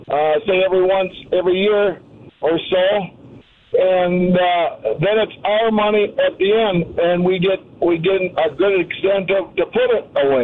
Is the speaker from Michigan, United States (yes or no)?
no; Ortonville, Minnesota, United States; I'm from Ortonville, Minnesota. You know the bump on the western Minnesota side?